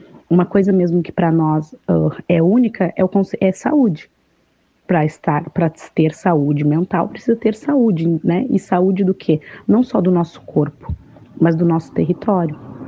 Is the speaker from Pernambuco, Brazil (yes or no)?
no; Rio Grande do Sul, Brazil; eu cheguei com o compromisso das comunidades quilombolas do Rio Grande do Sul, da minha comunidade